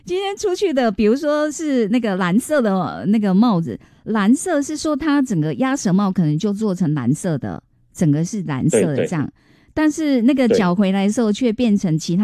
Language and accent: Chinese; Kinmen County, Taiwan; 是我们金门这边的人，不是对岸的、啊，对不对？